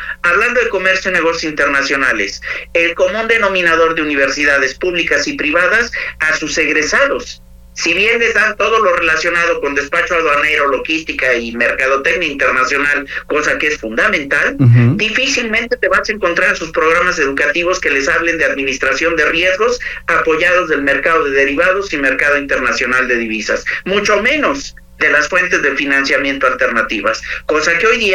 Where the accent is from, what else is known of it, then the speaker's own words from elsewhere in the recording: Mexico City, Mexico; pero sí soy mexicano y sí soy capitalino, y me siento profundamente orgulloso de que México y mi ciudad natal sean, por tercera ocasión, sede del Mundial.